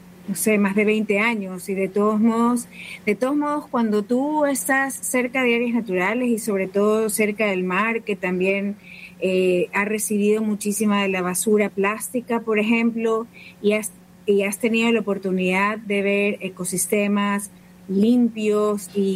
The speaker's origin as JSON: {"language": "Spanish", "town": "Guayaquil", "region": "Guayas", "country": "Ecuador", "tie": "born there", "said": "Yo nací en Guayaquil, pero crecí cerca del mar, mucho. Así que ¿de dónde vengo? Bueno, ¿de dónde nací en Guayaquil? Pero vengo de en general, de la costa y sobre todo de cerca del mar."}